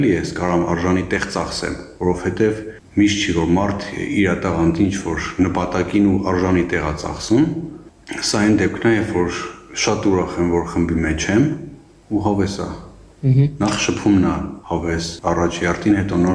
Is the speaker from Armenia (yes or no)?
yes; Vanadzor, Lori, Armenia; Ասեմ, որպես վանաձորցի, շատ արագ ինտեգրվեցի խումբ ու ինձ հարազատ զգացի խմբում